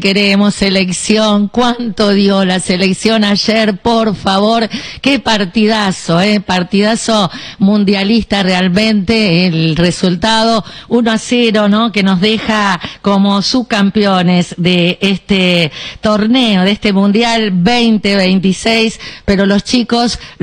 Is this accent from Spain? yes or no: no; Argentina; estamos eternamente agradecidos como argentinos